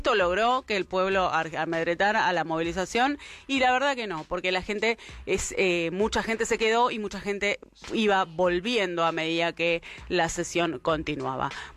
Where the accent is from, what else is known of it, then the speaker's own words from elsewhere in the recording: Argentina; ya como pueblo argentino